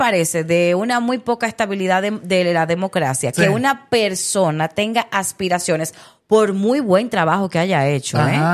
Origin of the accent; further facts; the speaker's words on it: Dominican Republic